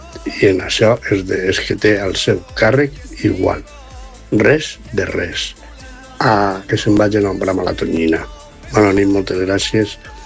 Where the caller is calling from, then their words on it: Valencia, Valencian Community, Spain; de València